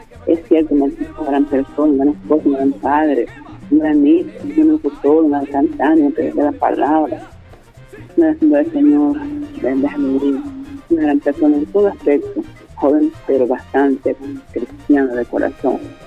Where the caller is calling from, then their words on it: Peru; yo soy de Perú